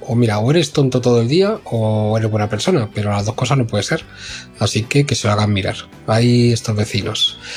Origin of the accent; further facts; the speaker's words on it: Madrid, Community of Madrid, Spain; Hola, buenas … de Madrid. Lo primero es decir que la vecindad ha cambiado mucho desde que yo era pequeño ahora.